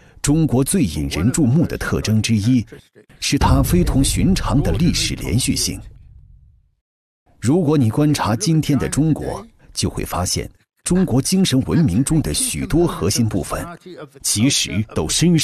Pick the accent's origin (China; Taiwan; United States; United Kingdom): United Kingdom; 作为一名英国人，我深知西方人很难理解中国。